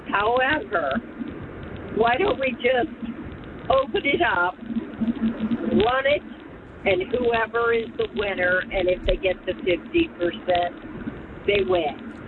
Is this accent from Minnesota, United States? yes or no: no; Maryland, United States; I just remember as a kid growing up in Montgomery County when it was a lot different.